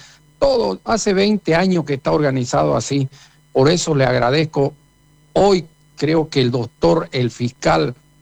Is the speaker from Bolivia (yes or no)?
yes; Montero, Santa Cruz, Bolivia; Mi pueblo de Montero, abran los ojos, abran los ojos.